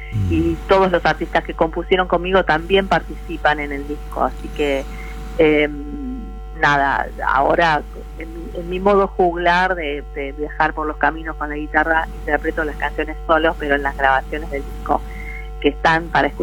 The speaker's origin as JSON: {"language": "Spanish", "region": "Buenos Aires", "country": "Argentina", "said": "soy de Buenos Aires, entonces también hay algo de sabor a tango en lo que hago"}